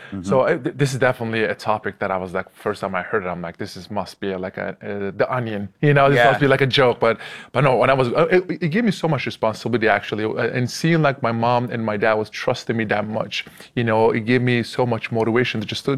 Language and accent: English; Turkey; also born or lived in Switzerland; So I grew up in Turkey. I was born in Switzerland, grew up in Turkey, right?